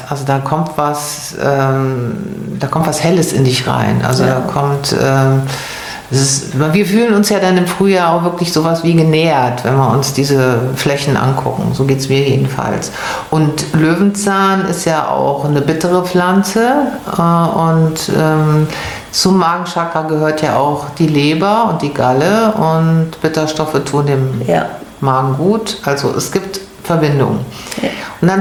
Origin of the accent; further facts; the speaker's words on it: Germerode, Hesse, Germany; Ich komme ja aus Germerode, dann ist die Mohnblüte, dann hast du das Knallrosa